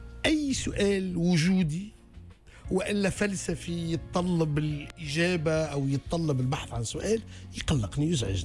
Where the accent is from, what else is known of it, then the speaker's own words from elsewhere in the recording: Tunis, Tunis Governorate, Tunisia; في تونس العاصمة، في الجيارة، في باب جديد.